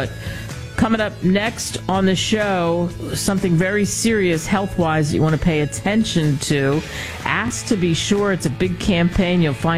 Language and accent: English; New York City, New York, United States; moved away as an adult; my home state. I grew up in Queens. I love the great state of Ohio. Of course, now I moved a long time ago, but I go back